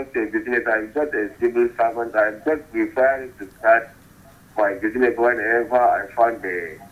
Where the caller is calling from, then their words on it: Kano, Nigeria; I am listening to you from Falgoran Daddy under Dogo local government.